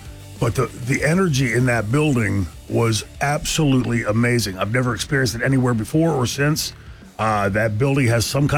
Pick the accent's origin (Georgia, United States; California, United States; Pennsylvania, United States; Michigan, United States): Pennsylvania, United States; Pittsburgh; But Bruno, it broke my heart because I so respected Bruno Sammartino growing up in Pittsburgh.